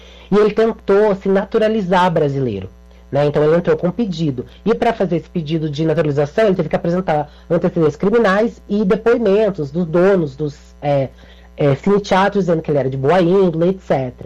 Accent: Rio Grande do Sul, Brazil; Eu sou gaúcho.

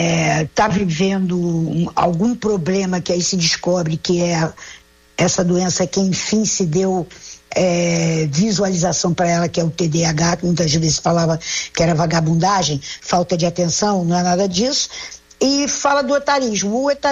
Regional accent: Rio de Janeiro, Brazil; meu irmão, bem carioca, né, que eu sou carioca

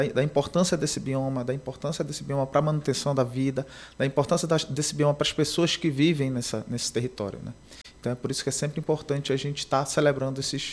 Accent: Amazon, Brazil; Para nós que somos da Amazônia

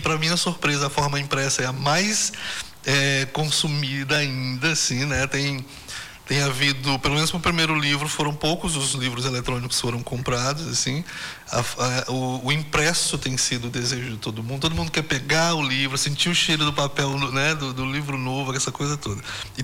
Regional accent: Xapuri, Acre, Brazil; now in Rio Branco, Brazil; sou de Chapuri.

